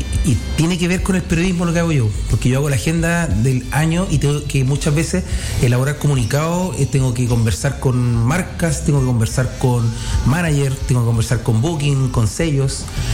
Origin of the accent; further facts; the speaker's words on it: San Pedro, Chile; Y yo, que soy de San Pedro … que no, un poco que ahora yo de aquí y allá, porque viajo harto a Santiago por temas musicales.